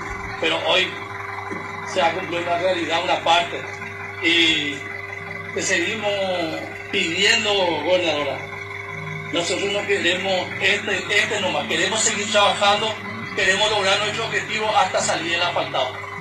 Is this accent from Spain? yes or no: no; Paraguarí, Paraguay; born there; moved away; also born or lived in Yembrun; Yo vengo de Yembrun para ayudar a mi compañía, porque yo nací acá en este lugar.